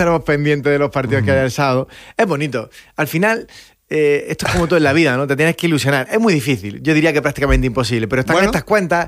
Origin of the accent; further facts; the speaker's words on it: Córdoba, Andalusia, Spain; born there; ¿Por qué somos del Córdoba? Aparte porque, bueno, pues hemos tenido la suerte de nacer aquí y lo lógico que sea del equipo de tu ciudad.